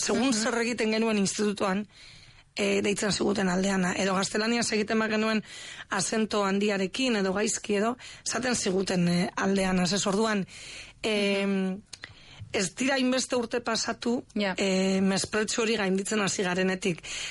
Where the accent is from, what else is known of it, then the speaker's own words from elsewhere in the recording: Basque Country, Spain; Ni esan dut moduan herrian jaio naiz, herrian bizi izan naiz, baina gure etxetik Bilbora ordu erdi dago bakarrik.